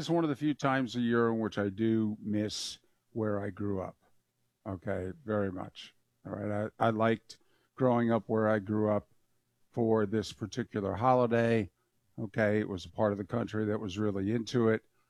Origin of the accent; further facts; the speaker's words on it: Northeast, United States; moved away; I grew up in the Northeast